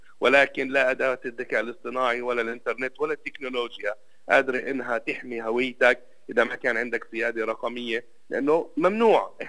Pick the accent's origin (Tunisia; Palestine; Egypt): Palestine; عندنا في فلسطين.